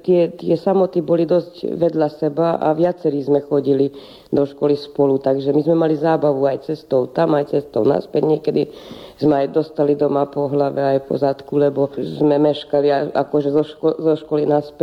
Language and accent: Slovak; Kétsoprony, Békés, Hungary; ja pochádzam z Kejčuproňu a moji obidvaja rodičia sú Slováci